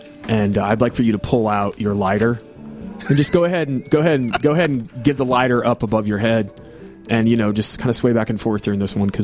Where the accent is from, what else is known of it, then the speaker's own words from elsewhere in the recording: Pensacola, Florida, United States; now in New Orleans, United States; I'm from Pensacola